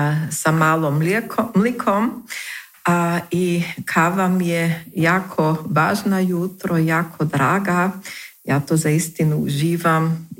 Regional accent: Geristof, Burgenland, Austria; Moje djetinjstvo u Geristofu je bilo tako da smo mi prva leta pendjali u Beč.

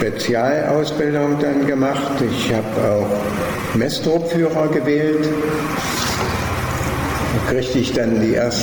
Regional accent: Uder, Thuringia, Germany; Ich bin in Uda geboren, bin dort zur Schule gegangen

